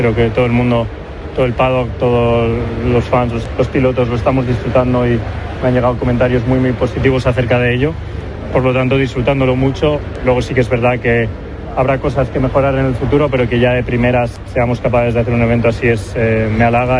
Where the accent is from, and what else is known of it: Spain